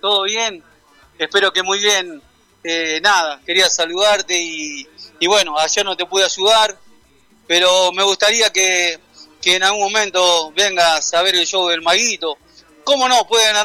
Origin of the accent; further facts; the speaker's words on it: Carcarañá, Santa Fe, Argentina; Soy un agradecido de estar en lo que es mi ciudad. Estoy muy feliz, me siento muy feliz siempre en mi ciudad, en mi en mi pueblo, en mi barrio. Aprovecho a saludar a mi barrio Las Flores.